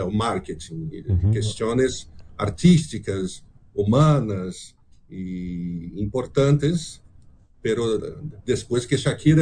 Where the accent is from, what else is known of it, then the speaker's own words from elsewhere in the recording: Brazil; Spanish is a second language; Como brasileño e hincha del Flamengo